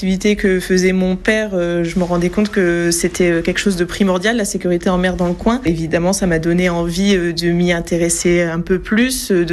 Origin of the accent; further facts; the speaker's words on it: Le Crotoy, Hauts-de-France, France; je suis originaire d'ici. Mon père était pêcheur